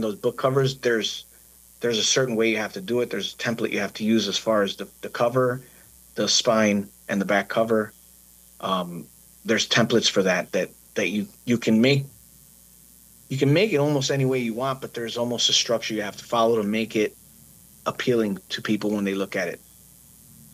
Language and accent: English; Chicago, Illinois, United States; I grew up in Chicago listening to Eddie and Jobo